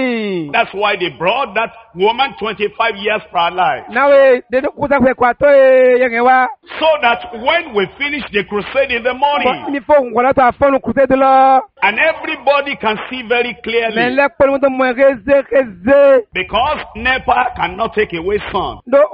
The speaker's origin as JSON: {"language": "English", "country": "Nigeria", "said": "Because I came from Nigeria, Africa."}